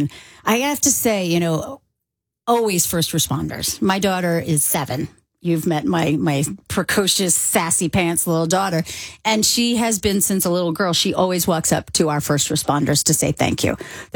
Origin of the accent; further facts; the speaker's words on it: New York, United States; moved away as an adult; now in Chicago, United States; I've been here 10 years. I grew up coming to Chicago, but yes, I am from New York